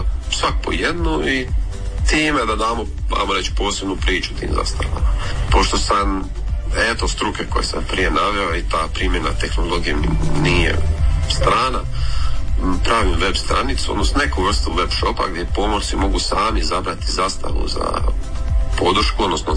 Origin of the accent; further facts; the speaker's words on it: Orebić, Dubrovnik-Neretva County, Croatia; Evo, lijep pozdrav … dolazim sa Pelješca, točnije iz Orebića